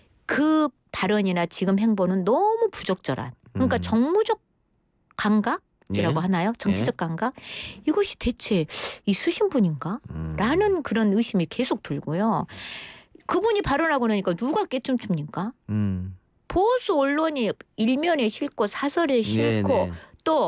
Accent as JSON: {"language": "Korean", "town": "Muan", "region": "South Jeolla", "country": "South Korea", "tie": "born there", "lives_now": "Mokpo, South Korea", "said": "제가 호남의 딸, 무안에서 태어나고 목포에서 현재도 살고 있는 사람이면서"}